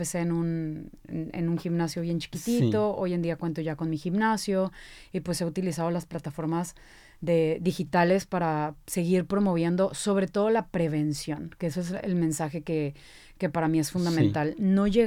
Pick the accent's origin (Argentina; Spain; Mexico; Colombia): Mexico; Veracruz; now in Mexico City, Mexico; Pero yo soy de Veracruz, soy una buena jarocha, como decimos nosotros.